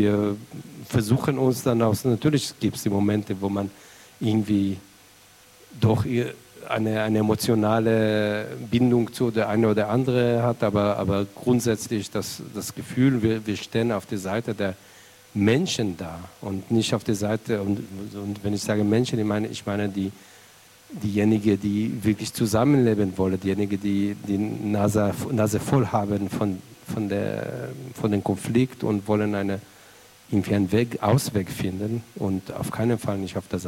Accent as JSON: {"language": "German", "country": "Israel", "tie": "born or raised there", "second_language": "German", "moved": "yes", "lives_now": "Germany", "said": "ich bin, was ich gesagt, in Kibbutz aufgewachsen, der etwa 30 Kilometer von der Gazastreifen ist."}